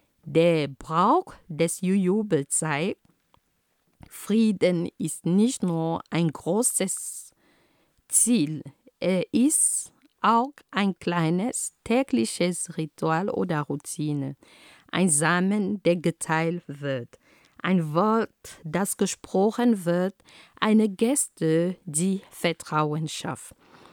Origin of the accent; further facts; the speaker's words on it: Cameroon; first language Homala; German is a second language; In meiner Heimat Kamerun heißt dieser Baum Pfeking oder Pfeking, je nach Region oder Sprache. Also meine Muttersprache lautet Homala.